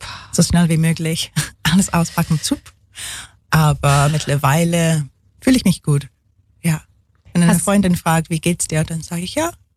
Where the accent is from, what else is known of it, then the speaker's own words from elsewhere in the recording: England, United Kingdom; now in Ulm, Germany; Meine Familie, ich bin Engländerin, meine Familie ist in England, in London meistens.